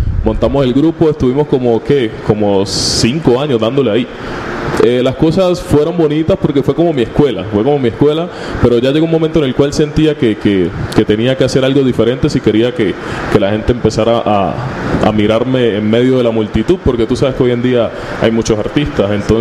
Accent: Quibdó, Chocó, Colombia; now in Cali, Colombia; soy de Quibdó, soy chocoano, pero estoy viviendo acá en Cali hace 2 años ya

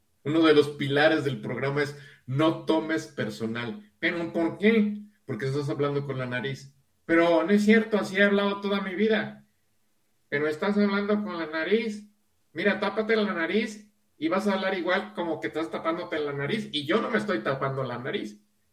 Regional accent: Cuba; Oye, chico, mira, yo soy de Cuba. ¿Y qué tiene de malo hablar como?

